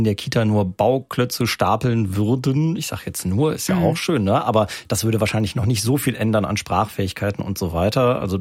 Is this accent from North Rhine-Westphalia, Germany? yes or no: yes; Cologne, North Rhine-Westphalia, Germany; Ich bin ja gebürtiger Kölner, ne?